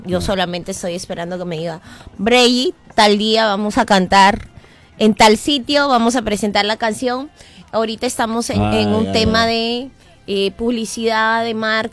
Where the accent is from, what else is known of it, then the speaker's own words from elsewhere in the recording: Piura, Peru; Yo soy piurana. Yo soy piurana. Ajá. Yo nací en el caserío de Chirino Suyo, Ayabaca.